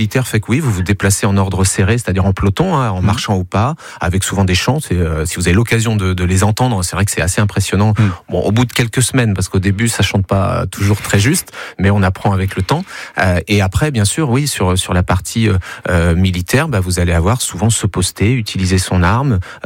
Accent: Brittany, France; moved away as an adult; je suis parti à Tulle, en Corrèze, alors que je suis breton.

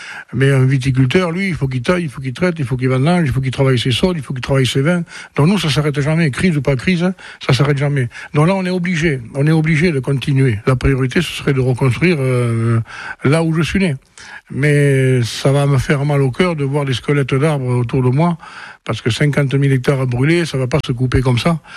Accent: Saumos, Nouvelle-Aquitaine, France; also born or lived in Listrac-Médoc; Je suis né à Somos, là où il y a eu tous ces incendies, Somos, le porche, le temple, etc. Je suis né dans cette maison qui a été dévastée par le feu le vendredi à 22h53 exactement.

